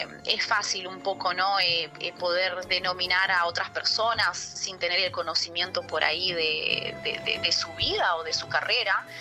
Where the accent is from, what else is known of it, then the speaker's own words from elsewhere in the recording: Argentina; born there; Por ende, yo mamé de muy chiquita tango y mi abuelo escuchaba tango y bueno, nací en Argentina, o sea que el tango es algo familiar para mí.